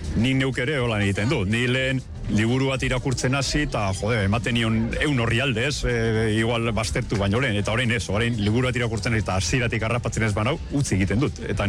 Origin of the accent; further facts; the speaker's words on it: Basauri, Basque Country, Spain; also born or lived in Vitoria-Gasteiz; now in Arbizu, Spain; ni izater Basaurikoa naiz, herri industrial nahiko handia, Gasteizen bizi izan nintzen beste hainbat urtetan, eta ja badara matzat urte batzuk Arbizun herri txiki euskaldun lasai baten bizitzen